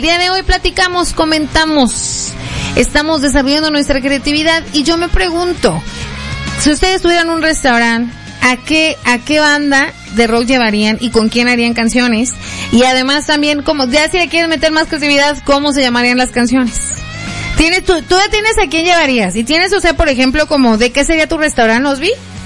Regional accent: Mexico; Somos mexicanos y debe de picar la salsa. Entonces, si no, no somos mexicanos, ¿no?

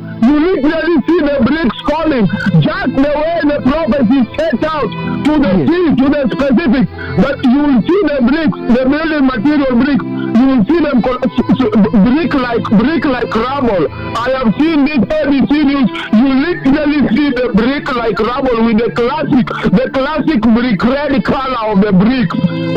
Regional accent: Kenya; I really repent as a nation, because even me, really as a Kenyan, I'm extremely wicked.

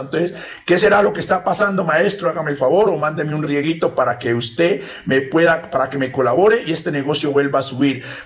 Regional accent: Putumayo, Colombia; soy indígena del Putumayo

